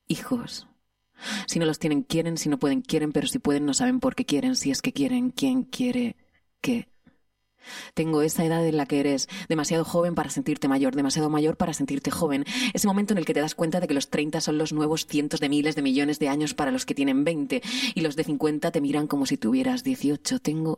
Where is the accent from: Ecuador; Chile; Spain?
Spain; Region of Murcia